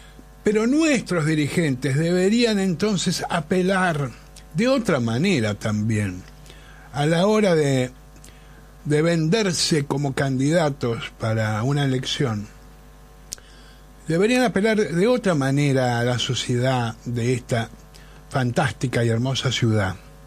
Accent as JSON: {"language": "Spanish", "region": "Buenos Aires", "country": "Argentina", "tie": "born or raised there", "said": "Yo soy porteño, nacido y criado. Amo profundamente esta ciudad, amo a Buenos Aires"}